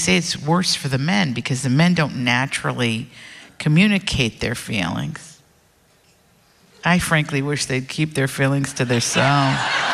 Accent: Appalachia, United States; I'm an Appalachian.

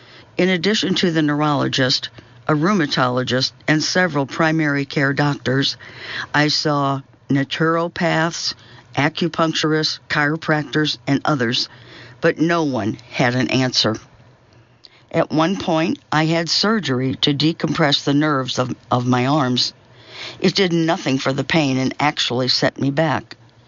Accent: Connecticut, United States; as well as the fact that I grew up in Connecticut, where the tick-borne disease was first found

